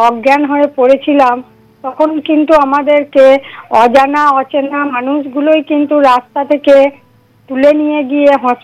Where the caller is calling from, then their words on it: West Bengal, India; যারা আমাদের পশ্চিমবঙ্গে রয়েছেন